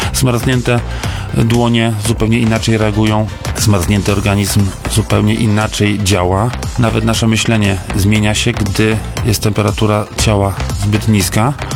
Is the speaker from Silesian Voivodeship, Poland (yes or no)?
no; Rzeszów, Subcarpathian Voivodeship, Poland; zapytany przez turystów z innych namiotów, skąd jestem, powiedziałem z Rzeszowa.